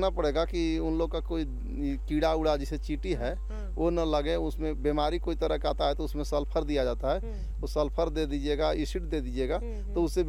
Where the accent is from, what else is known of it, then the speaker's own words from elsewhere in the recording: Garhwa district, Jharkhand, India; घर गोंदा मिराल प्रखंड जिला गढ़वा के रहने वाले हैं।